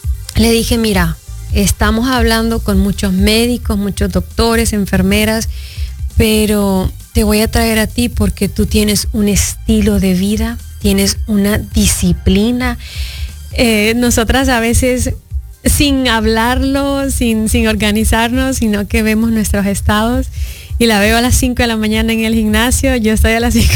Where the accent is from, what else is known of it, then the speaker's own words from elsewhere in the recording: Honduras; moved away; yo soy de Honduras